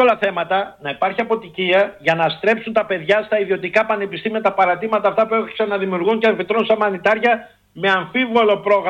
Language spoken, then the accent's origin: Greek; Florina, West Macedonia, Greece; γιατί εγώ γεννήθηκα και μεγάλο στη Φλόρινα και πατέρας ο οποίος μιλούσε στο τοπικό ιδίωμα